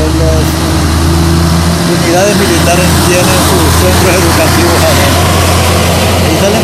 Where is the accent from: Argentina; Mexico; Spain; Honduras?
Honduras; como hondureño y también como ciudadano.